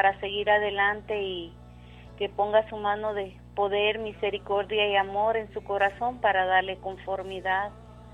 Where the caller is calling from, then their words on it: Reno, Nevada, United States; le hablo de Reno, Nevada.